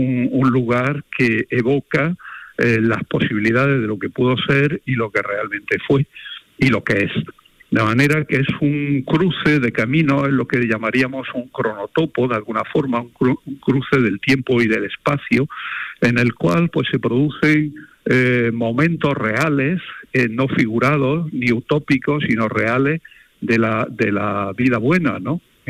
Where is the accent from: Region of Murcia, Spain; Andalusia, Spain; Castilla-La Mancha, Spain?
Andalusia, Spain; Granada; Yo que soy granadino de pura cepa, perdón por la expresión, pero claro, es que nací debajo de la Alhambra, en el Paseo de los Tristes, pues resulta, y toda mi familia pues ha sido granadina de toda la vida